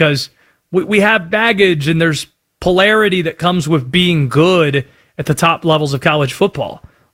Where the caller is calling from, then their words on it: Winston-Salem, North Carolina, United States; because I'm calling you from Winston-Salem, North Carolina.